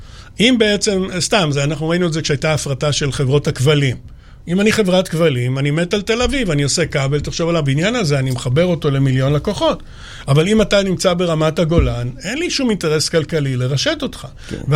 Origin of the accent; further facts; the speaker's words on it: Romania; now in Israel; והשמחה הגדולה היא שבסוף תלו אותו, אבל אז אנחנו ברחנו מרומניה.